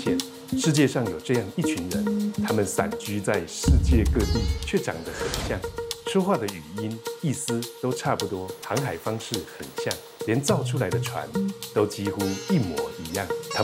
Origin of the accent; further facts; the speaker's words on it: Taiwan; moved away as an adult; now in Pingtan, China; ，我来自台湾，来到这里工作已经6年了。